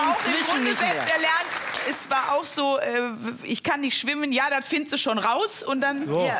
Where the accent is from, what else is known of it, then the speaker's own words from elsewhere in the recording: North Rhine-Westphalia, Germany; Also ich muss sagen, ich bin ja aus dem Ruhrgebiet und meine Großmutter ist auch aus dem Ruhrgebiet.